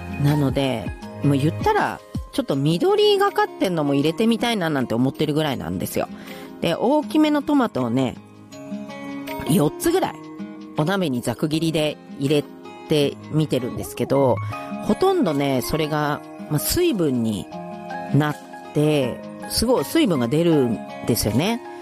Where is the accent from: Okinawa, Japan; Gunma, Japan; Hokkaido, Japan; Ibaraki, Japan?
Gunma, Japan; 私群馬なんです